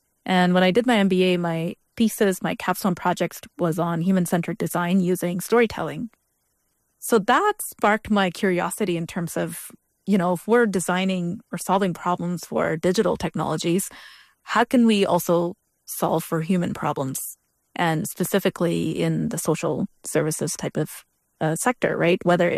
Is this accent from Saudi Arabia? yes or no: yes; Saudi Arabia; also born or lived in Chennai, India; now in Canada; I was born in India, in a town called Chennai, which is in the southern part of India. And I lived in India for a few years, but for most of my childhood, I spent it in Saudi Arabia.